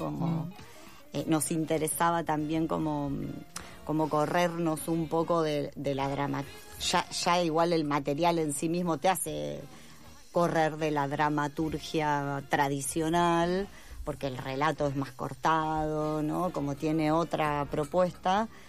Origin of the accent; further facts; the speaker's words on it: Chivilcoy, Buenos Aires Province, Argentina; now in Buenos Aires, Argentina; Mi mamá vive en Chivilcoy, yo soy de Chivilcoy, provincia de Buenos Aires.